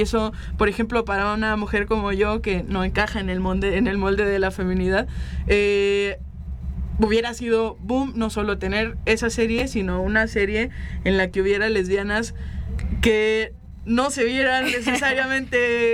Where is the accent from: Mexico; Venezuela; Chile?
Mexico; Matehuala, San Luis Potosí; Yo soy originaria de Matehuala, San Luis Potosí, que es un municipio en el altiplano potosino, pues donde, a ver, una comunidad relativamente pequeña